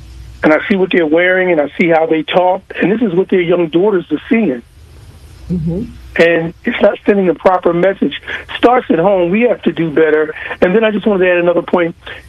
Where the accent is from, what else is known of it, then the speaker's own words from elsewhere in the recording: Mansfield, Ohio, United States; I grew up in Mansfield, a black bottom, as we call it.